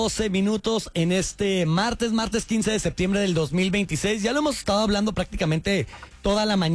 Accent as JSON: {"language": "Spanish", "country": "Mexico", "said": "algo que nos distingue como mexicanos, sin duda alguna, es la comida."}